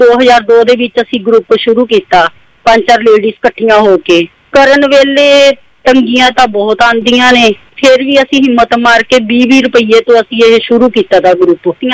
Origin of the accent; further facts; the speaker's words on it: Chandpur Bela, Punjab, India; ਮੇਰਾ ਪਿੰਡ ਚੰਦਪੁਰ ਬੇਲਾ, ਜਿਹੜਾ ਆਨੰਦਪੁਰ ਸਾਹਿਬ ਹੈ।